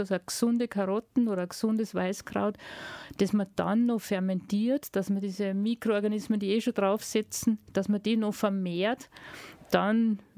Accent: Unken, Salzburg, Austria; Ja, also ich bin gebürtige Unkennerin und lebe in Unken.

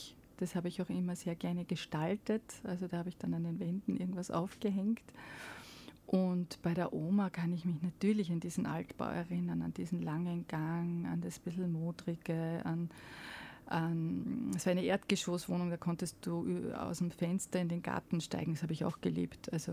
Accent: Salzburg, Austria; Ja, ich bin sehr städtisch aufgewachsen, zwar in Salzburg, aber in dem dichtesten Stadtteil der Stadt in Lehn. Auch damals, in den 70er Jahren, sind ja viele junge Familien nach Lehn gezogen, auch meine Eltern.

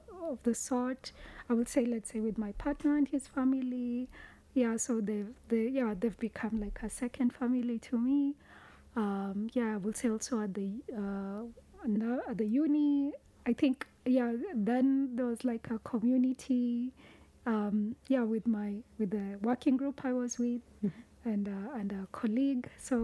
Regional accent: Western, Kenya; Yes, because we come from Western Kenya. That's our rural home.

